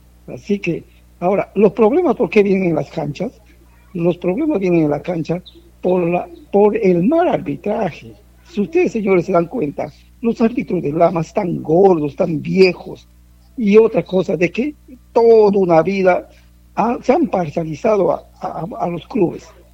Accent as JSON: {"language": "Spanish", "area": "Cuñumbuque", "region": "San Martín", "country": "Peru", "said": "todo mi pueblo, a toda la gente de Cuñumbuque"}